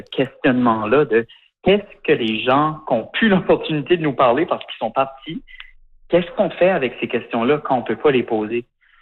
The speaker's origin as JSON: {"language": "French", "town": "Shediac", "region": "New Brunswick", "country": "Canada", "tie": "born or raised there", "lives_now": "Montreal, Canada", "said": "Puis tu sais, moi j'ai grandi à Chediac au Nouveau-Brunswick."}